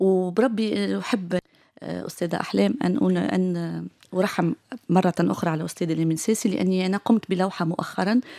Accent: Tunisia; وكنت أنا كتونسية ومعي حمادي بنية الذي وجه له التحية.

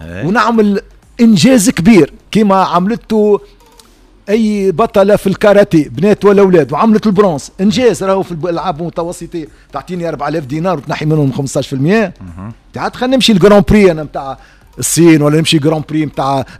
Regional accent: Tunisia; احنا عندنا في تونس

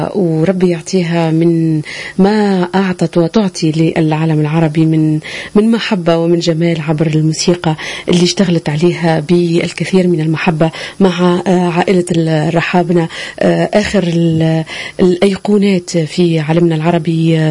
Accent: Tunisia; عندنا في تونس

